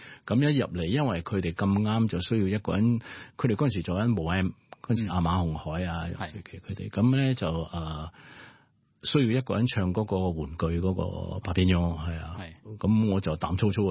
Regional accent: Malaysia; 咁語言，尤其是我哋馬來西亞人，即係由細到大都講咗四五種啦。

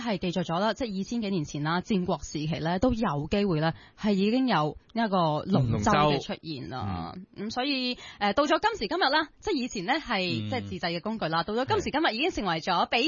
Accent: China; 龙系我哋中国人咧，系因为吉祥嘅寓意啦而演化出嚟嘅。

